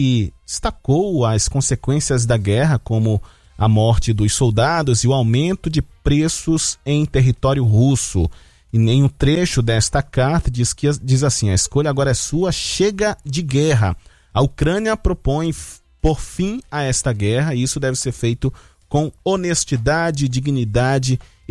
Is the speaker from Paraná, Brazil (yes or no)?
no; Manaus, Amazonas, Brazil; now in São Paulo, Brazil; 28 graus lá na minha terra.